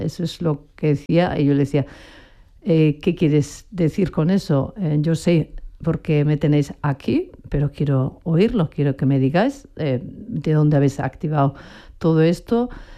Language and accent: Spanish; Basque Country, Spain; yo siendo una vasca, una persona vasca políticamente perseguida todos estos años